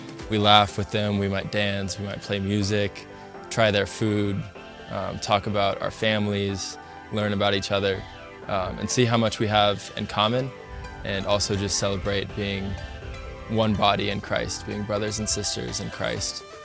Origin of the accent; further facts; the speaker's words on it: Des Moines, Iowa, United States; I'm visiting Mexico for my first time. I'm from Des Moines, Iowa in the States, and I study at Ave Maria University.